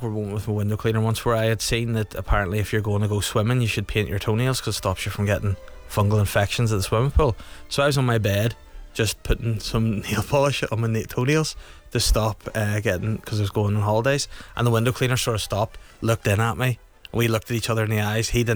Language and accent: English; Holywood, Northern Ireland, United Kingdom; now in Bangor, United Kingdom; I'm from Hollywood actually originally